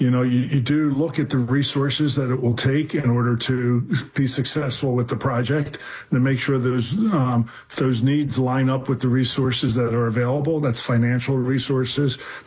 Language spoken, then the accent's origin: English; Philadelphia, Pennsylvania, United States; I'm from Philadelphia. Right, born and raised in Philadelphia, and I have three sisters, and I have two older and one younger.